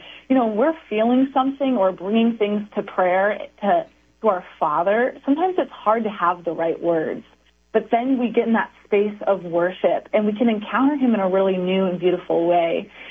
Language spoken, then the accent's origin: English; Columbus, Ohio, United States; moved away as an adult; So like you said, Michelle, I grew up in Columbus, Ohio.